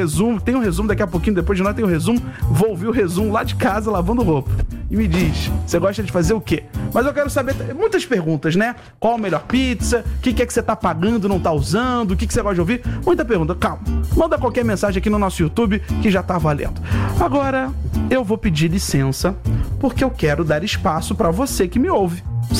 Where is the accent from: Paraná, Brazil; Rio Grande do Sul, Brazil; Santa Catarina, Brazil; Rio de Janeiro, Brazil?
Rio de Janeiro, Brazil; born there; Eu também me reconheço como carioca e nasci na Tijuca, Zona Norte.